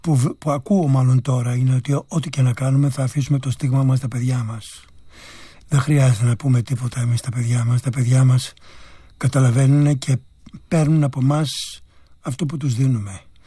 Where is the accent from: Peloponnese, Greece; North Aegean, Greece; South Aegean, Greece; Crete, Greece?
South Aegean, Greece; also born or lived in Antiparos; Εγώ είμαι νησιώτης, κατάγομαι από τη Σύρο και την Αντίπαρο και κατάγομαι από μια ναυτική οικογένεια.